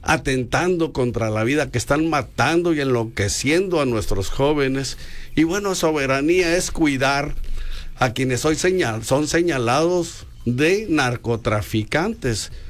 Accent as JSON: {"language": "Spanish", "country": "Mexico", "said": "si es como mexicanos, las merecemos todos"}